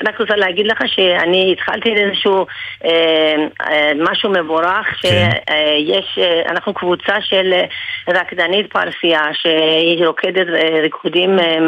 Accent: Iran; now in Israel; אני מספרת סיפורים על העלייה שלי, על הילדות שלי באיראן

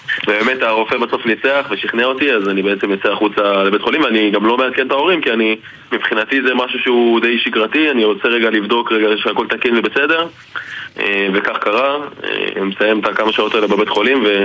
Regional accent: Tel Aviv, Tel Aviv District, Israel; now in Herzliya, Israel; בן 26, אני גדלתי בתל אביב, היום אני גר בהרצליה, סטודנט שנה ראשונה לפסיכולוגיה ומנהל עסקים באוניברסיטת רייכמן

